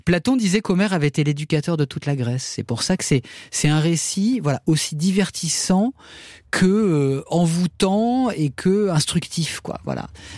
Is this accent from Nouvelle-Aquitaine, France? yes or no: no; Le Havre, Normandy, France; moi je viens du Havre, une ville, un port voilà ouvert sur l'horizon, avec des cargos, etc.